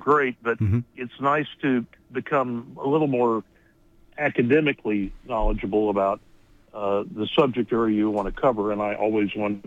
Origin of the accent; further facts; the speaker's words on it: Arkansas, United States; moved away as an adult; also born or lived in Little Rock, Arkansas / Baton Rouge, Louisiana; now in Columbia, Missouri, United States; I grew up on a farm in Arkansas